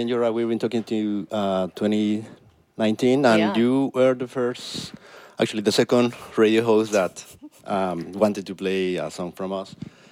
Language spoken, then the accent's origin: English; Mexico; moved away as an adult; Well, as you can see, I mean, I grew up in Mexico, she grew up in China. We come up both us over 18 years old, so we have